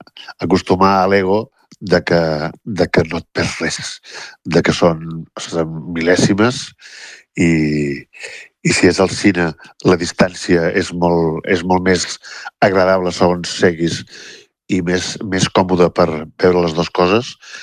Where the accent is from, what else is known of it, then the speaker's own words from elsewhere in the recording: Vilanova i la Geltrú, Catalonia, Spain; jo soc de Vilanova i la Geltrú